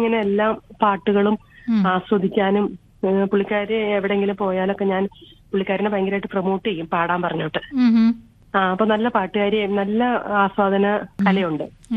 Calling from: Muvattupuzha, Kerala, India; ഞാൻ മൂവാറ്റുപുഴ വാളകത്താണ് താമസിക്കുന്നേ.

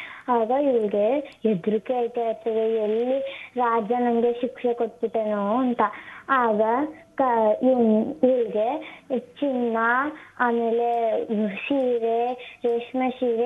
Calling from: Karnataka, India; ಲಾಲ್ನಹಳ್ಳಿ, K R Nagar taluk.

